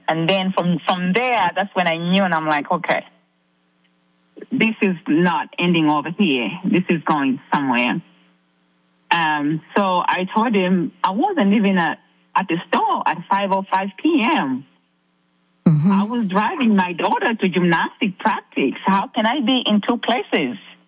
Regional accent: Zambia; I am I'm not a U.S. citizen. I'm from Zambia, Africa.

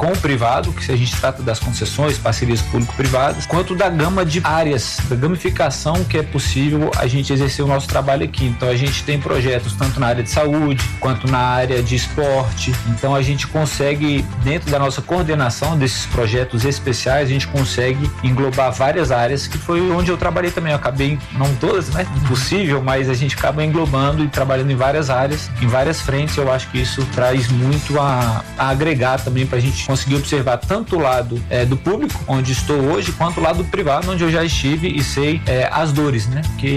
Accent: Brasília, Federal District, Brazil; eu sou nascido e criado aqui, fui criado na Asa Sul, na 306 Sul, então convivi muito aí no plano W3

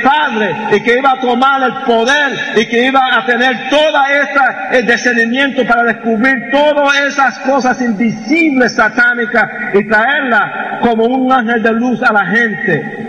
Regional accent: New York, United States; also born or lived in Puerto Rico; Nací en Puerto Rico y fui criado en Nueva York.

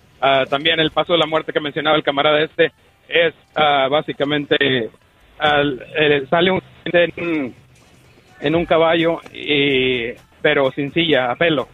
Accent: Matamoros, Tamaulipas, Mexico; yo soy nacido y criado en Matamoros.

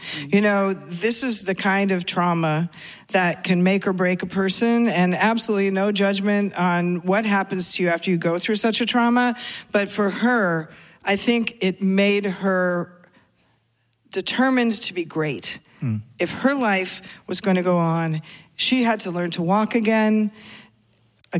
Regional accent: Seattle, Washington, United States; when I grew up in Seattle, you know, I was a new wave girl

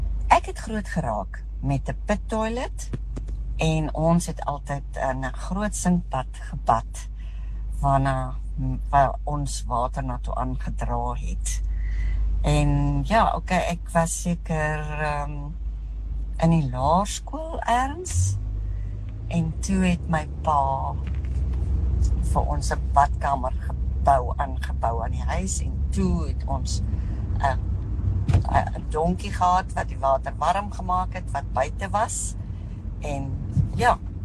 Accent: Kalahari, Namibia; en ek is in 1952 gebore, so. Dis hoe ek groot geword het in Namibië in die Kalahari.

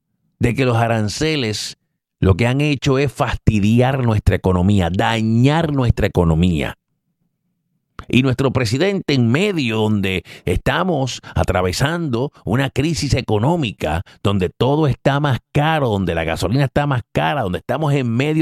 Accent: Caguas, Puerto Rico; como dicen, en mi pueblo dicen, ¡qué mamey! Allá en Caguas dicen, ¡qué mamey!

